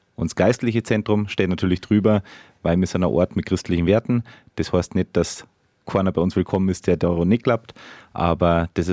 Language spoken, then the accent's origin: German; Erding, Bavaria, Germany; now in Benediktbeuern, Germany; nee, ich komme eigentlich aus Erding, aber bin als junger Mensch mit Flausen im Kopf nach Benediktbeuern gekommen